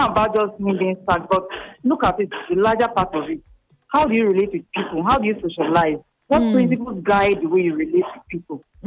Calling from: Osun, Nigeria; I'm calling from Osun.

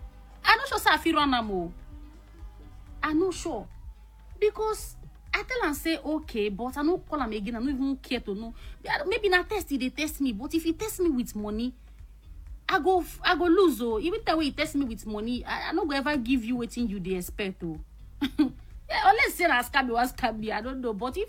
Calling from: Nigeria; me as a Nigerian girl

